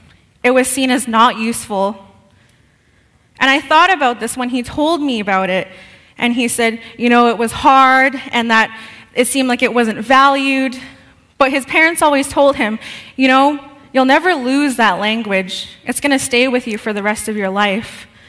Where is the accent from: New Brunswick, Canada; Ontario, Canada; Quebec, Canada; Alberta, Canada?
Ontario, Canada; first language Oneida; English is a second language; I'm Bear Clan, and I'm from the Oneida Nation of the Thames, First Nations community. So being a First Nations woman